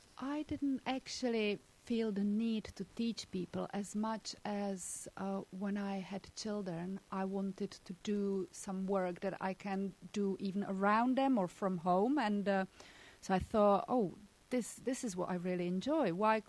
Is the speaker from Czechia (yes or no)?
yes; Czechia; moved away; Well, I grew up in a country that this was still part of daily living. So I was born in communism in Eastern Europe, in Czechoslovakia back then, now Czech Republic.